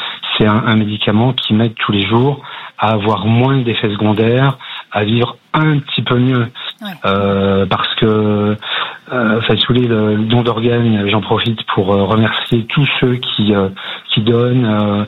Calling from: Saint-Étienne, Auvergne-Rhône-Alpes, France; je suis stéphanois

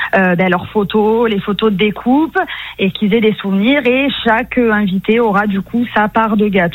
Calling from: Nice, Provence-Alpes-Côte d'Azur, France; On est sur les hauteurs de Nice.

